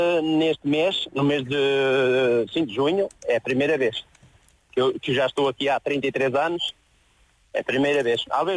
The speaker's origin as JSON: {"language": "Portuguese", "town": "Celorico de Basto", "region": "Norte", "country": "Portugal", "said": "Sou à beira do Porto, sou da Celurico de Vasco."}